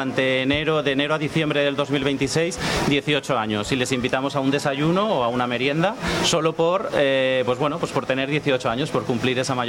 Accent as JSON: {"language": "Spanish", "region": "Valencian Community", "country": "Spain", "said": "Yo no soy murciano, soy valenciano, pero además conozco el Terra Natura de Benidorm también"}